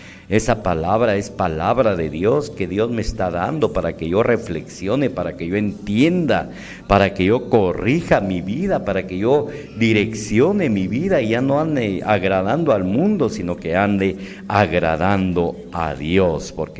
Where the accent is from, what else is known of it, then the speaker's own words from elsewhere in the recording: Guatemala; estamos viviendo tranquilamente en nuestro país Guatemala.